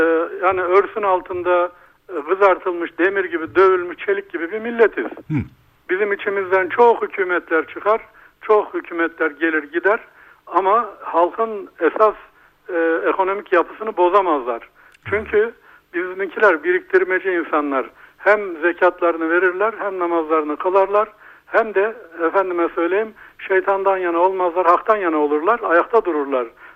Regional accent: Kayseri, Turkey; now in Ankara, Turkey; Hani çekirdekten esnafız ya abi, Kayserliyiz ya.

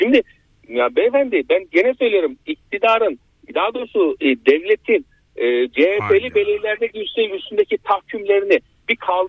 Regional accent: Ankara, Turkey; born there; ben Yeni Doğan doğumluyum aynı zamanda. O tarafları ben iyi bilen birisiyim.

